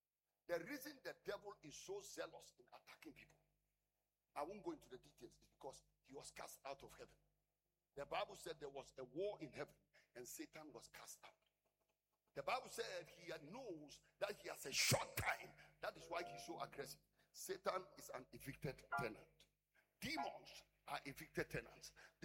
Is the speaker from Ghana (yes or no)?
yes; Upper East, Ghana; We are an evicted regional. Nobody likes us or respects us in this Ghana. When you say, I come from Upper East region, or I'm going to Upper East region, they say, hey!